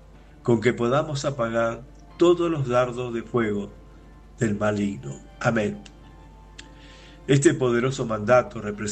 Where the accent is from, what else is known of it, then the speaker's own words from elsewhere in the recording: Argentina; soy de Argentina